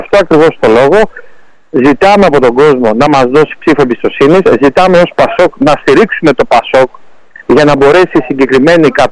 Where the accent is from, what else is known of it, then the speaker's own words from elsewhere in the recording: Peloponnese, Greece; Η καταγωγή μου είναι από την Αρκαδία, από την Πισαρέα.